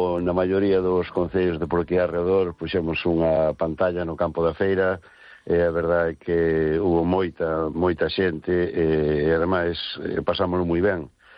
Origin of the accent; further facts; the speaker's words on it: Carral, Galicia, Spain; que somos de Carral